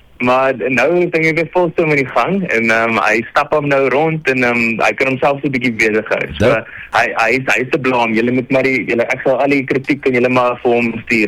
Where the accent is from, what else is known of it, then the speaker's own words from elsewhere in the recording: Durbanville, Western Cape, South Africa; ek is ook net hier om die draai van julle, of nie om die draai nie. Ek is van Durban wil